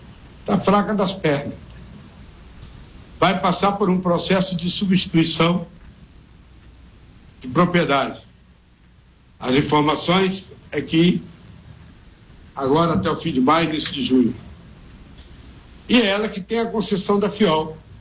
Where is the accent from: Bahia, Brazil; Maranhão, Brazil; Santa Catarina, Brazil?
Bahia, Brazil; Ibotirama; Eu sou de Botirama, então não sou de Caetité. Caetité é rica, mas vou falar como quem é de lugar pobre